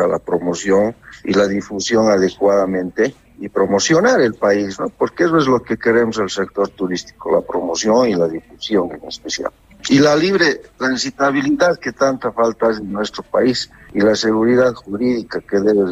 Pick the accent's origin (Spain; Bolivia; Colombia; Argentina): Bolivia